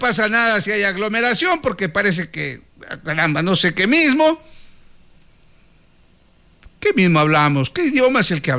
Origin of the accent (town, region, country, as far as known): Zaruma, El Oro, Ecuador